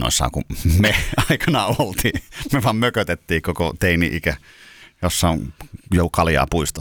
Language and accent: Finnish; Kotka, Kymenlaakso, Finland; Kotkan satamakaupungista, kun olen kotoisin.